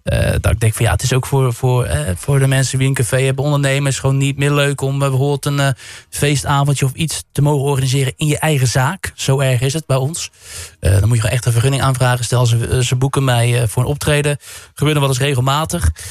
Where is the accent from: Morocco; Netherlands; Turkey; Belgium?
Netherlands; Schiedam, South Holland; ik ben geboren getogen in Schiedam. En waar ik woon ik al heel mijn leven.